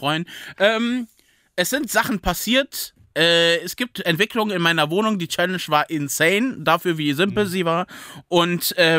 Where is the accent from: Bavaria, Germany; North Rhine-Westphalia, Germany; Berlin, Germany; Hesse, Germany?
Berlin, Germany; Aber, ja, ich bin auch aus Berlin und so.